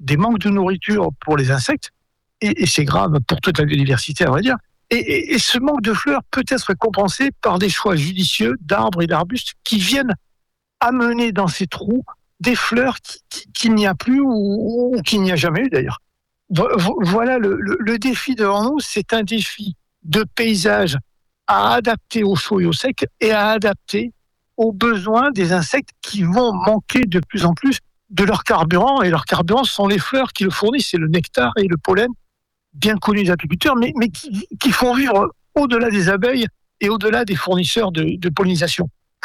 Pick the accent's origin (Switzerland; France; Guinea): France; Gascony; Quand j'étais enfant, en Gascogne, je ramassais le tilleul avec ma mère.